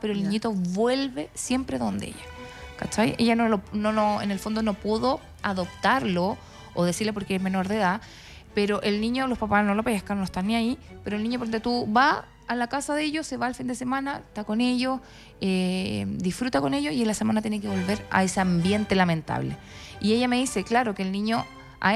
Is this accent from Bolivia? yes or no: no; Chile; nosotros como chilenos